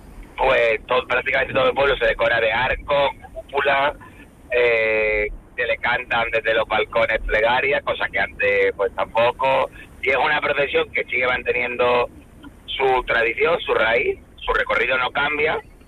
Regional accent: Seville, Andalusia, Spain; now in Los Molares, Spain; que qué mejor ejemplo el mío, que llegué desde Sevilla y me hicieron su alcalde precisamente

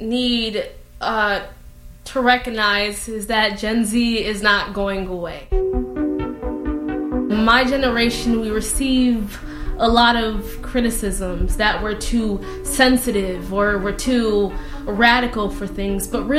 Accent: Kentwood, Michigan, United States; I was born and raised in Kentwood or Grand Rapids area of Michigan, and I am a Democrat.

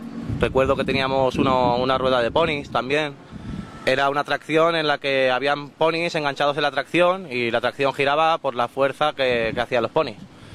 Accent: Catalonia, Spain; Mira, yo soy gitano, español y catalán.

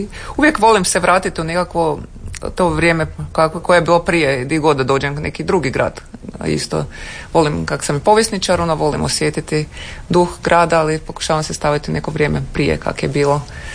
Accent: Podravina, Croatia; ja sam iz Podravine, tam se uvijek nekako to istovećivalo sa Gruntovčanima

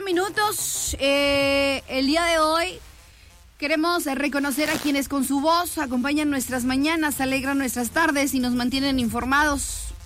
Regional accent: Mexico; En este ya 14, ¿qué es lo que más nos representa como mexicanos?

